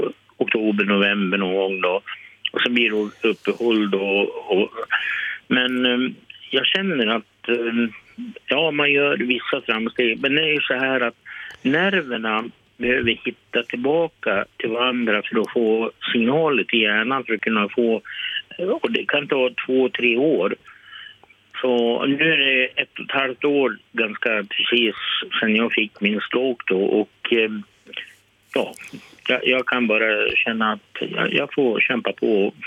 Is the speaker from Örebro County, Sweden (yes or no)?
no; Vilhelmina, Västerbotten County, Sweden; Jag är västerbottning. Jag kommer från Vilhelmina.